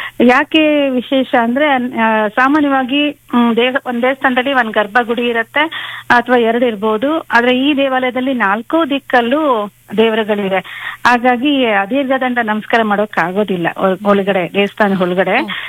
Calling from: Hassan, Karnataka, India

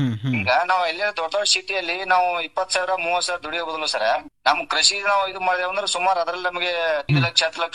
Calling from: Arjunagi, Karnataka, India; Afzalpur taluk ಅರ್ಜುನಿಗೆ ಕುಗ್ರಾಮ್ sir.

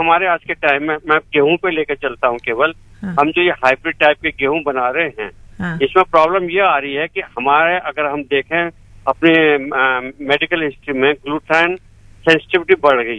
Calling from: Ghaziabad, Uttar Pradesh, India; मैं गाजियाबाद से बोल रहा हूँ

